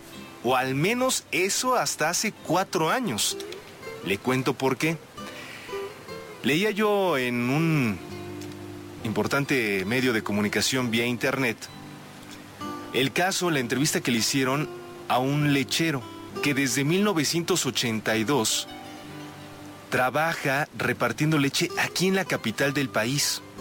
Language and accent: Spanish; Tláhuac, Mexico City, Mexico; born there